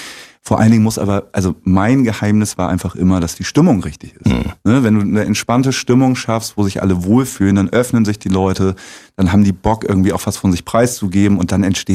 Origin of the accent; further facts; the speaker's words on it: Lower Saxony, Germany; now in Zeuthen, Germany; Genau, bei Bremen.